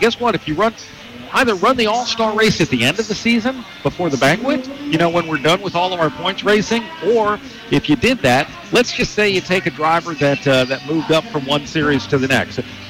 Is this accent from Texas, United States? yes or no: yes; Texas, United States; I'm a Texan